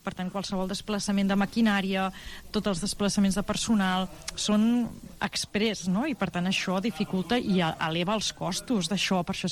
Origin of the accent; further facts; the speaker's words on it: Sabadell, Catalonia, Spain; jo coincideix que sóc de Sabadell, per tant me'l sento també molt meu, aquest rodal